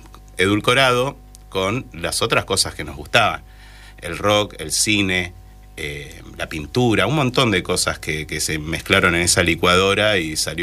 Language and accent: Spanish; Buenos Aires, Argentina; Y bueno, y con el tiempo nosotros somos porteños y... Pese que tenemos sangre provinciana, por ejemplo, mis viejos son de Tucumán, nosotros somos porteños, nosotros nos criamos acá.